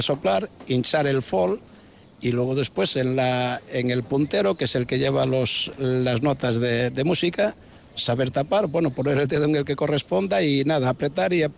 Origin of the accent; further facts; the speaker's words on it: A Coruña, Galicia, Spain; born there; now in Barakaldo, Spain; Todos hemos nacido en Galicia.